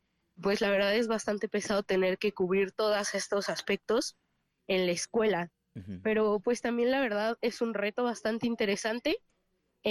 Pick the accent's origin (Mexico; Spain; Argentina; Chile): Mexico; Poza Rica, Veracruz; Bueno, yo soy de Poza Rica … decidí entrar a la escuela porque vi sobre las audiciones de la compañía.